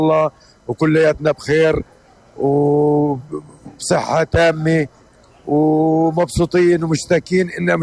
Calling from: Tulkarm Governorate, Palestine; من مخيم طول نور شمس.

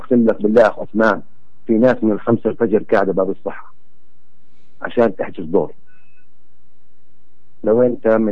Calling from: Bethlehem, West Bank, Palestine; بحكي معك مواطن من بيت لحم

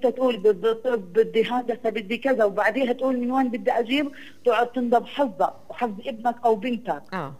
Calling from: Nablus, West Bank, Palestine; عندنا في نابلس

